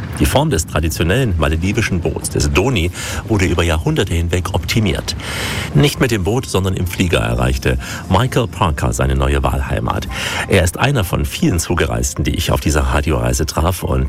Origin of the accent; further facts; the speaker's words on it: East India, India; German is a second language; Ich esse am liebsten Fisch, gebraten, denn ich stamme ja aus dem Osten Indiens und da haben wir auch viel